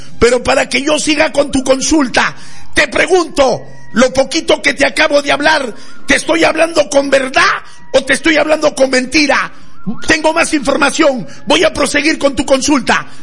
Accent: Veracruz, Mexico

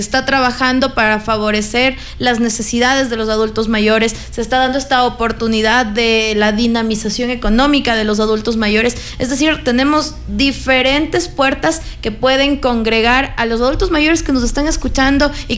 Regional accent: Ecuador; Somos ecuatorianos, tenemos esa misma sangre de ecuatorianos

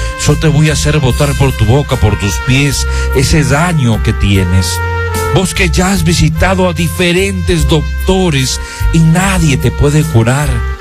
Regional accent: Argentina; moved away as an adult; also born or lived in northern Peru; now in Cajamarca, Peru; Yo soy argentino, trabajando por más de 13 años en el norte del Perú, por primera vez aquí en Cajamarca

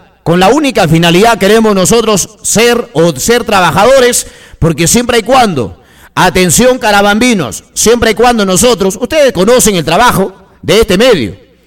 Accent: Peru

